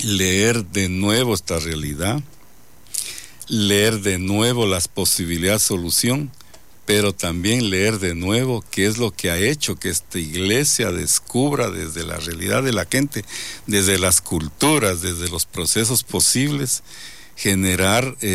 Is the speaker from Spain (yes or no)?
no; Riobamba, Chimborazo, Ecuador; moved away as an adult; also born or lived in Quito; Yo soy de Riobamba, estoy estudiando en la Politécnica, Ingeniería Mecánica